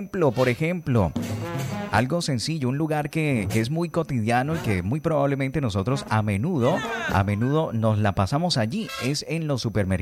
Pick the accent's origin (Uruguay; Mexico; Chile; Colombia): Colombia; por nuestra patria amada de Colombia